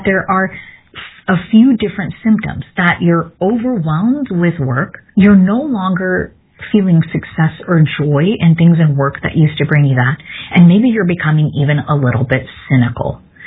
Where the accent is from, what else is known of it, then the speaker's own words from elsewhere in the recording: Midwest, United States; growing up in the Midwest